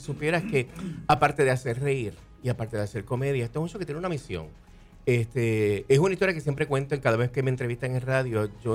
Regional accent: Fajardo, Puerto Rico; moved away as an adult; also born or lived in Carolina, Puerto Rico; now in Lakeland, United States; me crié casi aquí en Fajardo. Soy fajardeño y cariduro de Fajardo

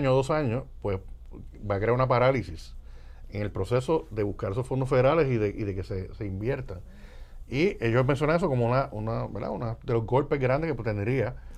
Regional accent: Puerto Rico; Yo estoy de acuerdo contigo y como abogado y como puertorriqueño le exhortó al Supremo.

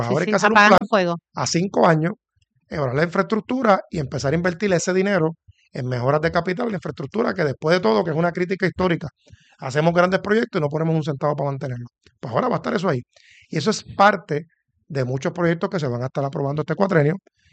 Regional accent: Puerto Rico; como puertorriqueños y puertorriqueñas

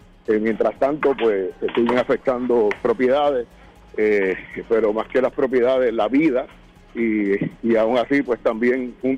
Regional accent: Puerto Rico; Así que como puertorriqueños, independientemente de la ideología

